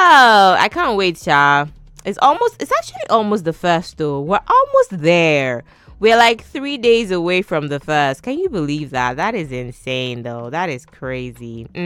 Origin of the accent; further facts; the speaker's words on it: Nigeria; accent: Nigerian; I'm true Nigerian. The accent slips out.